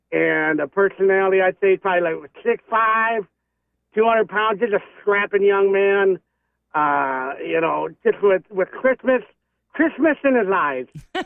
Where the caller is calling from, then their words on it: Prior Lake, Minnesota, United States; I'm calling from Prior Lake, Minnesota.